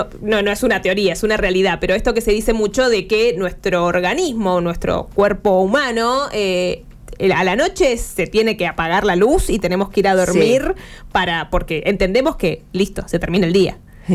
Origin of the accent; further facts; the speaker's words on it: Argentina; nuestro uso horario como argentinos